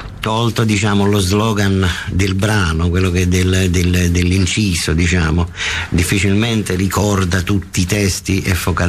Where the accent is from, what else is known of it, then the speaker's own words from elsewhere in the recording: Naples, Campania, Italy; Io abito a Colle Aminei, che è una sorta di quartiere, diciamo, di frontiera, perché sta a cavallo tra la Napoli Nord e il Vomero.